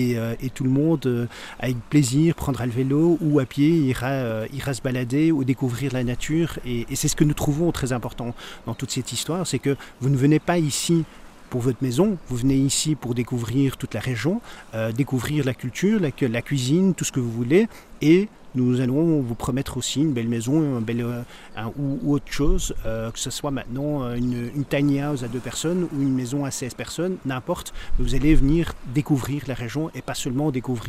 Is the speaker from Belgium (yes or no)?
yes; Belgium; Mais j'aime beaucoup la Zélande, mais je suis belge, hein, vous l'entendez, mais je travaille aux Pays-Bas